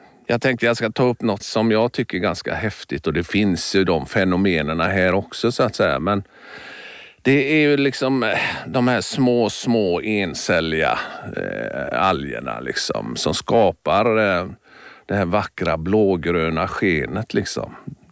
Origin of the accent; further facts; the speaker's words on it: Gothenburg, Västra Götaland County, Sweden; also born or lived in Bohuslän; Jag var född och uppvuxen i Göteborg och i Bohuslän, så var ju havet aldrig långt borta.